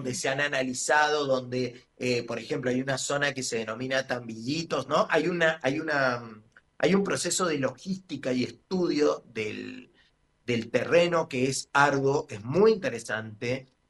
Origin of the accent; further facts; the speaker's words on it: Cuyo, Argentina; nosotros que somos cuyanos, para nosotros la cordillera es un ámbito súper natural, común y estamos habituados.